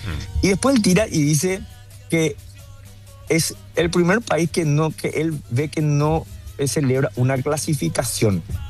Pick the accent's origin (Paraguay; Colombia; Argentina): Paraguay; nosotros como paraguayos estamos acostumbrados luego a pasar de ronda en los mundiales.